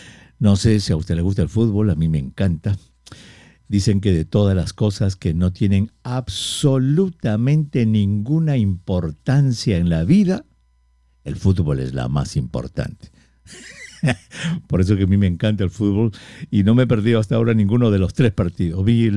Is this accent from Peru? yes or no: yes; Peru; now in United States